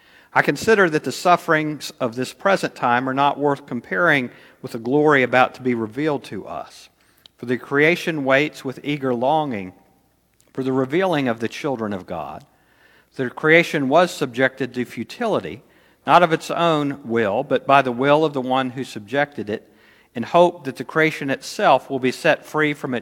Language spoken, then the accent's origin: English; Hickory, North Carolina, United States; moved away as an adult; my hometown of Hickory, North Carolina